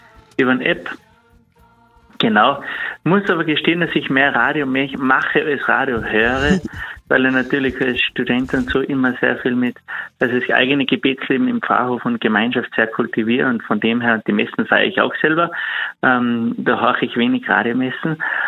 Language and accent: German; Salzburg, Austria; ich schätze es immer sehr als Salzburger.